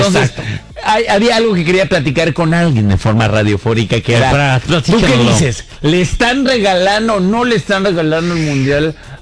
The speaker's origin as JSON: {"language": "Spanish", "country": "Mexico", "said": "como yo, como muchos mexicanos."}